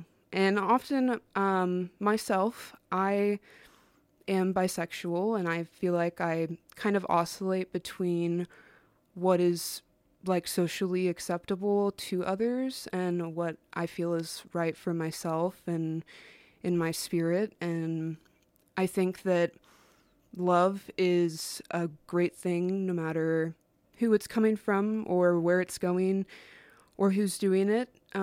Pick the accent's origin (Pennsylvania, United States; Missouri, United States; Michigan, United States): Missouri, United States; Joplin; I'm actually from Joplin, Missouri.